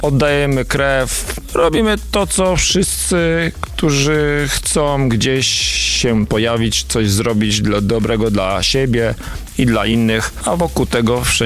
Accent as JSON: {"language": "Polish", "town": "Słupca", "region": "Greater Poland Voivodeship", "country": "Poland", "said": "Flaga Słupcy i barwy Słupcy i to, że jesteśmy ze Słupcy i z powiatu słupackiego"}